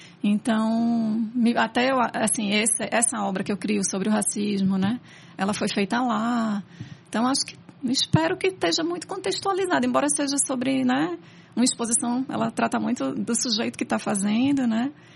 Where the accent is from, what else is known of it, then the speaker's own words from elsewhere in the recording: Northeast Region, Brazil; also born or lived in São Paulo; Orgulho de ser nordestina